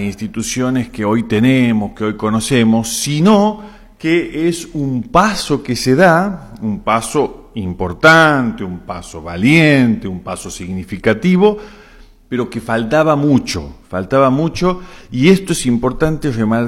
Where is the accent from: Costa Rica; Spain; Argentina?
Argentina; nosotros, por supuesto, como argentinos